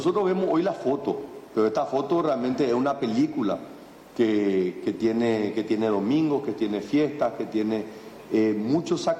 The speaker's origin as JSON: {"language": "Spanish", "country": "Paraguay", "said": "Y realmente yo estoy orgulloso como paraguayo, estoy orgulloso como amigo tuyo, que me considero."}